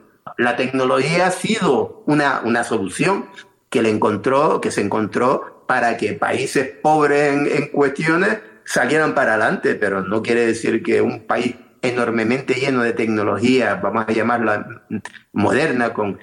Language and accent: Spanish; Tenerife, Canary Islands, Spain; also born or lived in Fuerteventura; yo me fui a Fuerteventura, yo soy de Tenerife, pero me fui a trabajar a Fuerteventura en 1977